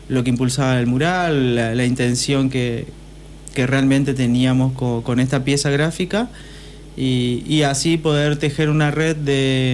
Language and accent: Spanish; Argentina; Obviamente creo que es un símbolo en el deporte, como argentino, ¿no?